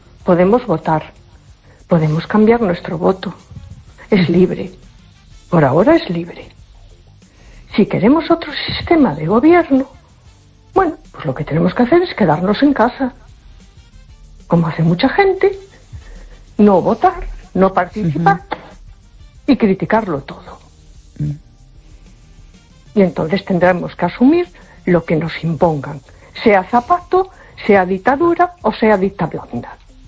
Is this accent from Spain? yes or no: yes; A Coruña, Galicia, Spain